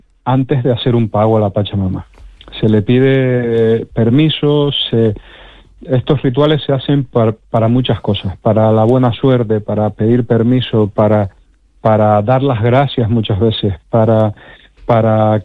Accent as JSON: {"language": "Spanish", "region": "Canary Islands", "country": "Spain", "said": "Bueno, soy canario, o sea, subimos y bajamos todos los días a las montañas. Las islas son muy, muy escarpadas y yo vivo en Tenerife, que tenemos el Teide, son casi 4.000 metros."}